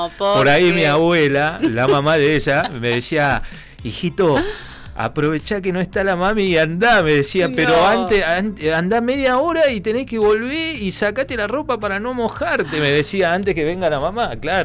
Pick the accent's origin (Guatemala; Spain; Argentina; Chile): Argentina; Jujuy; moved away; yo vengo de una zona, es presuelo selvático donde yo nací. Las Yungas